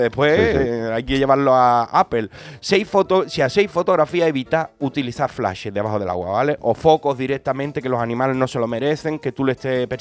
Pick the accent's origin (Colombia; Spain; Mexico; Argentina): Spain; Cádiz, Andalusia; Los gaditanos decimos papaliña y ellos dicen papas arrugadas